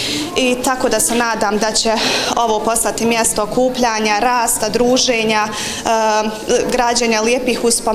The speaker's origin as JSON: {"language": "Bosnian", "town": "Puračić", "region": "Federation of Bosnia and Herzegovina", "country": "Bosnia & Herzegovina", "tie": "born or raised there", "said": "Rođena sam ovdje u Puračiću i odrasla u Puračiću, udala se u Puračić"}